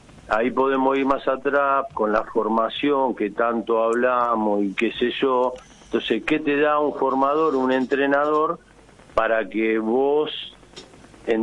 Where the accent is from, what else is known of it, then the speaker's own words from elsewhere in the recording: Haedo, Buenos Aires Province, Argentina; Acá de la zona oeste, yo soy de Aedo